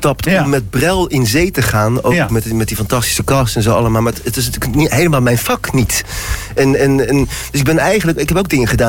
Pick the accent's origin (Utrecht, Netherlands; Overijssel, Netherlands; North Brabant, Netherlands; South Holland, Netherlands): South Holland, Netherlands; Zoetermeer; moved away as an adult; now in Amsterdam, Netherlands; Nou ja, ik ben natuurlijk ja, toen ik 19 was, ben ik uit Zoetermeer naar Amsterdam dan gegaan.